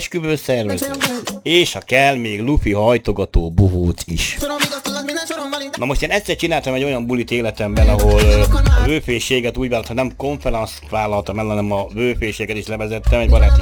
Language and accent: Hungarian; Tatabánya, Komárom-Esztergom, Hungary; Hát én most a tatabányai vagyok